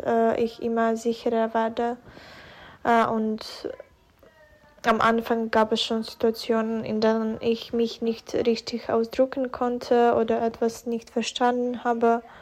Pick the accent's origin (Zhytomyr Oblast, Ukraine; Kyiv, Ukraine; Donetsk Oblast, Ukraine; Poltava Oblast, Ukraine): Poltava Oblast, Ukraine; Kremenchuk; German is a second language; now in Berlin, Germany; Ich komme aus der Ukraine, aus Kremenchuk. Ich lebe seit 2022 in Deutschland und ich bin wegen des Krieges nach Deutschland gekommen.